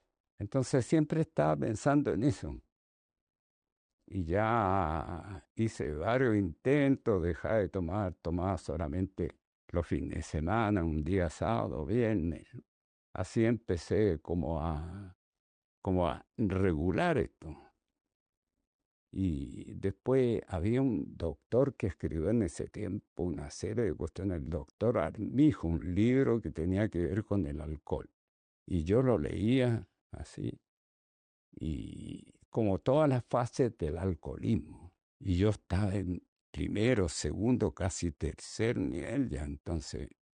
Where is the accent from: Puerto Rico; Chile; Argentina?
Chile; Lontué, Maule; born there; moved away as an adult; now in Santiago, Chile